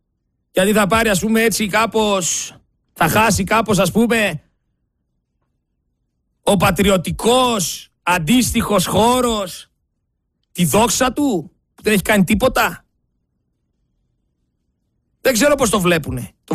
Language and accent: Greek; Greece; Εγώ σας λέω, ούτε δεξιός είμαι, ούτε αριστερός. Εγώ είμαι Έλληνας φορολογούμενος που ξέρω ότι καθημερινά με λαιλατούν, με φτωχοποιούν και με διώχνουνε στο εξωτερικό.